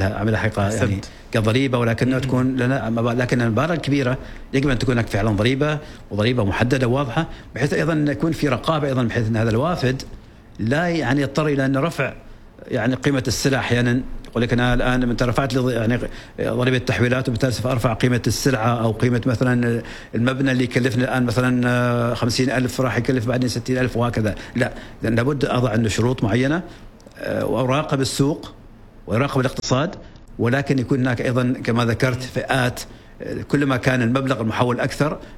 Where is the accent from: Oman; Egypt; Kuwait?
Oman; نتكلم عن بلد احنا على سكانه كعمانيين ما يتجاوز 3.5 مليون نسمه،